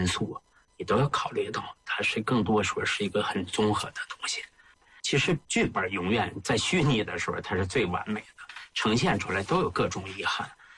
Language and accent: Chinese; Heilongjiang, China; 就因为我本身是黑龙江人嘛，小时候文目睹，我对那块土地特别熟悉嘛